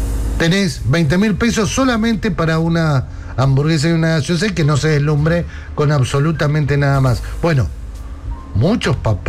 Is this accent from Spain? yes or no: no; Argentina; de los 50 millones casi que somos la Argentina